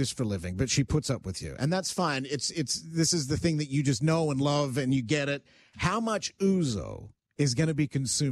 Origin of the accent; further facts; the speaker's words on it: Australia; and I grew up in Australia in a very Greek city.